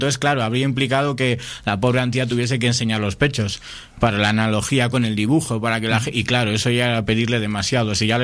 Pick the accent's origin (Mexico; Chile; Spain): Spain; Laredo, Cantabria; Oh, pues yo soy de Laredo, ah, yo también.